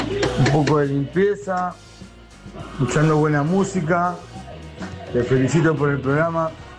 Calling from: Berazategui, Buenos Aires Province, Argentina; de Verazategui.

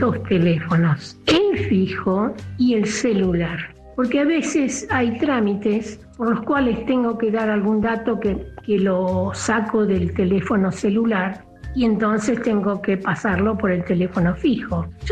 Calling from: Alberti, Buenos Aires Province, Argentina; de Alberti.

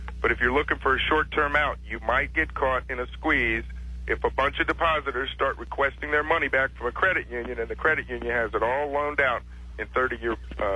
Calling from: Detroit, Michigan, United States; I'm calling from Detroit, Michigan.

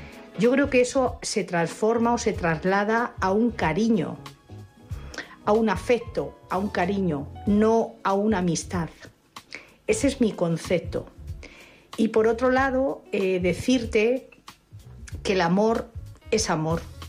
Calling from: Madrid, Community of Madrid, Spain; de Madrid.

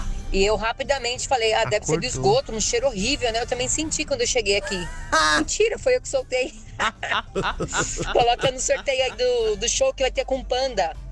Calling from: Brazil; sou do bairro do Sol Nascente.

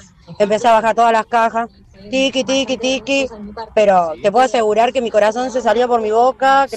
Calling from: Potrerillos, Mendoza, Argentina; de Potrerillo

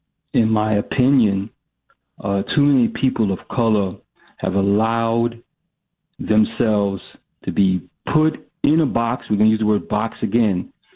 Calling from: United States; I am an American.

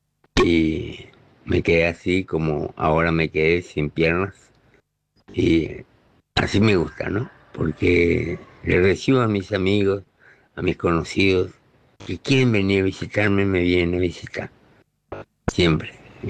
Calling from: Clorinda, Formosa, Argentina; Lo quiero a Clorinda y lo voy a querer siempre.

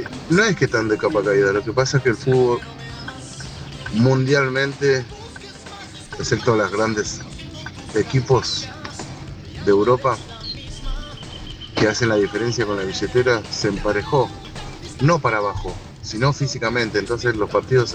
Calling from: Moreno, Buenos Aires Province, Argentina; de Moreno.

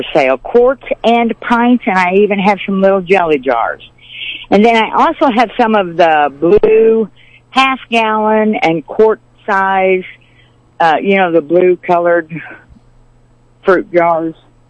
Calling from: Concordia, Missouri, United States; Yes, I'm calling from Concordia.

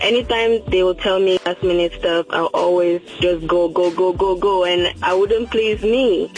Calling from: Columbus, Ohio, United States; I'm calling from Columbus, Ohio.

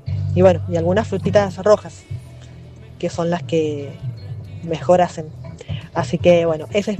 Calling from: Luján, Argentina; de Luján.

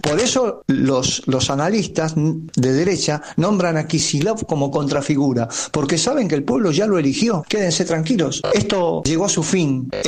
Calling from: Buenos Aires, Argentina; de Villa del Parquet

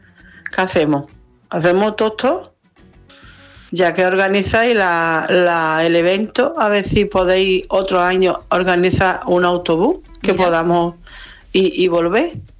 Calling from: Jerez de la Frontera, Andalusia, Spain

